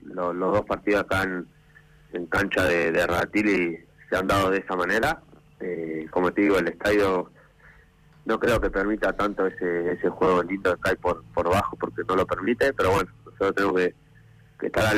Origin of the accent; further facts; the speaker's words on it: Viedma, Río Negro, Argentina; Yo soy de Viedma, sí, sí.